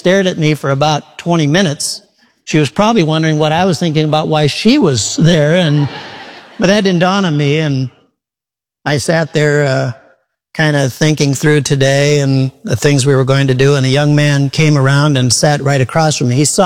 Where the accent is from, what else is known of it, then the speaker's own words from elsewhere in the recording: Midwest, United States; I'm from the Midwest.